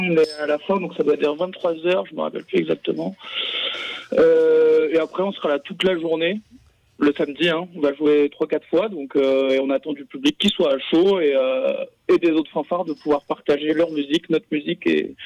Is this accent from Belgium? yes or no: yes; Belgium; Moi, je viens de Belgique